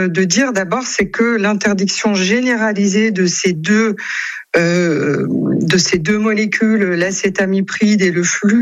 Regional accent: France; certaines exportations qui sont des exportations produites dans des conditions moins bonnes que chez nous en France.

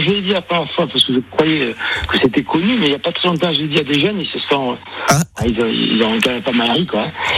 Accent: Pau, France; je venais de ma campagne du Gers, de Pau, et j'arrivais à Toulouse.

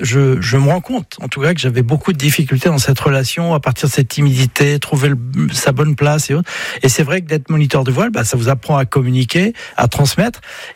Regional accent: Brittany, France; je suis breton, et puis je le ressens profondément, donc voilà, de la vallée de la Rance, juste derrière Saint-Malo

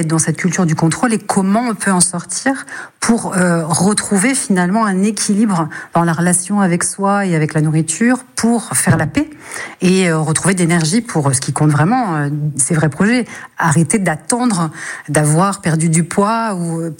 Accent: Hauts-de-France, France; ma région d'origine, les Hauts-de-France, où la frite est quand même un plat très convivial.

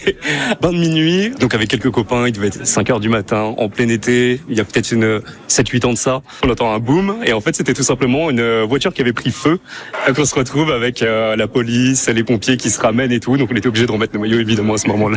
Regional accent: Normandy, France; On a grandi en Normandie.

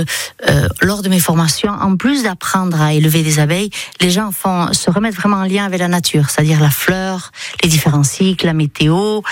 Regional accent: Ascain, Nouvelle-Aquitaine, France; je suis d'Askin, j'ai été élevée à Askin, je suis d'ici.

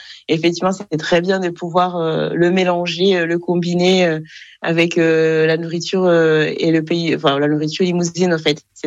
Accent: Kigali, Kigali City, Rwanda; moved away as an adult; now in France; Alors, moi, je suis née au Rwanda, dans la capitale du Rwanda, Kigali. J'ai été élevée là-bas jusqu'à mes 19 ans. À la fin de mon bac, où je suis venue en France.

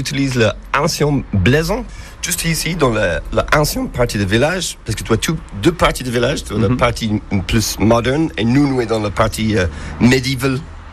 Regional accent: Dublin, Leinster, Ireland; French is a second language; now in Saint-Chef, France; Je suis Irlandais de Dublin.

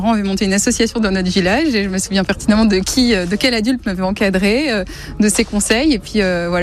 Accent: Metz, Grand Est, France; Bonjour, moi … je suis de Metz, voilà, on vit sur Metz avec ma famille depuis quelques temps maintenant.

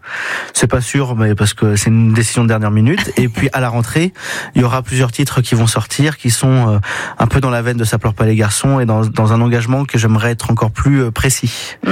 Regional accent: Saint-Étienne, Auvergne-Rhône-Alpes, France; born there; now in Sainte-Colombe-sur-Gand, France; Je suis né à Saint-Étienne. Pourquoi ? Parce que je suis d'origine kabyle. Mes deux grands-pères ont travaillé au Puy Couriot, mm-hmm. donc à la mine.

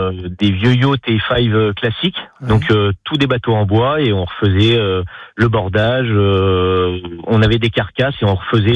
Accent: Paris, Île-de-France, France; Donc, moi, je viens de Paris. J'ai commencé mes études d'ébénisterie à l'école Boulle à Paris.

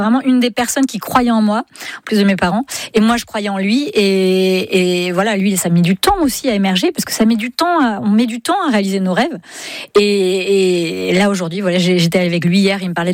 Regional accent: Brittany, France; On est breton, pas?

